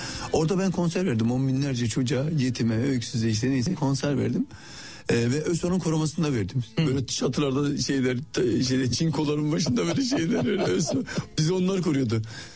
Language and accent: Turkish; Adana, Turkey; Fakir bir aile. Canım Adana'nın ben varoş mahallesinde işte gettosu, Koca Vezir denilen bir yerdir. Böyle orada yetiştim. Şimdi genelde Suriyeli, Afganların da olduğu bir yer. Yani öyle bir yerde yetiştim.